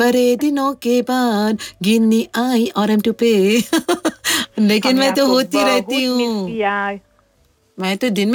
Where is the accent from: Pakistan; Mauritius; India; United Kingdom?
Mauritius; मैं एक मॉरिशन हूँ और यहीं पर रहूंगी